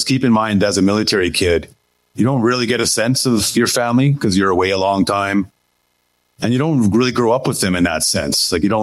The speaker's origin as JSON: {"language": "English", "town": "Haida Gwaii", "region": "British Columbia", "country": "Canada", "also_born_or_lived": "Bermuda / Inuvik / Ottawa / Kingston", "said": "I was born in Bermuda. I lived up in Inuvik. I've lived in Ottawa and Kingston back east. But when I answer the question, where am I from? I'm Haida. I'm from Haida Gwaii."}